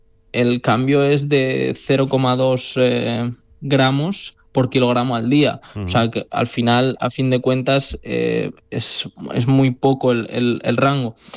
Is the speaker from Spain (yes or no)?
yes; Castilla-La Mancha, Spain; moved away as an adult; now in Melbourne, Australia; volver a mi tierra, aunque sea a través de la radio.